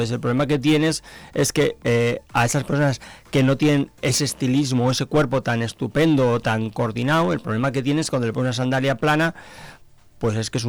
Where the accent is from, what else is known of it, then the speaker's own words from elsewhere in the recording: Pamplona, Navarre, Spain; now in Zamora, Spain; como soy de Pamplona, aunque llevo aquí, ya soy zamorano.